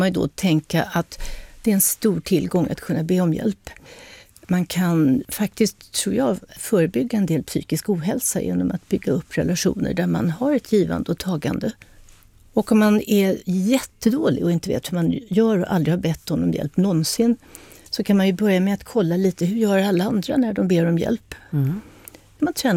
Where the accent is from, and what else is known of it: Addis Ababa, Ethiopia; born or raised there